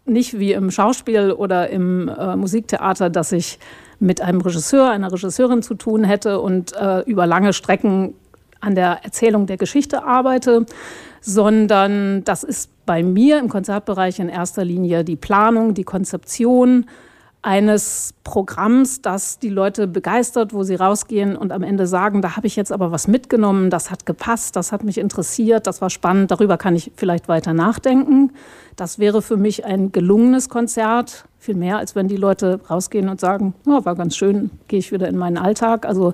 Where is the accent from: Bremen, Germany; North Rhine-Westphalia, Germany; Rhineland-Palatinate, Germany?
Bremen, Germany; moved away; Ich komme ursprünglich aus Bremen